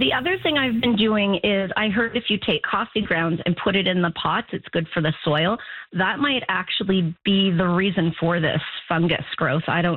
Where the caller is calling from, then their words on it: Moncton, New Brunswick, Canada; I'm calling from Moncton.